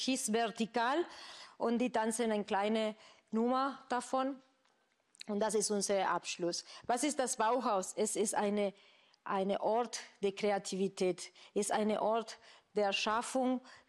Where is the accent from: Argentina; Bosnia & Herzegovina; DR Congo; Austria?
Argentina; German is a second language; ich komme aus Argentinien. Und in Argentinien Tango ist unser Nationaltanz.